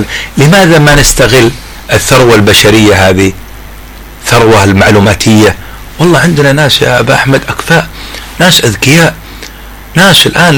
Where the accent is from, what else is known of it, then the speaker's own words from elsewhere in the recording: Hadramawt, Yemen; عندنا في حضرموت، ما بقول عنه في اليمن عموما، في حضرموت.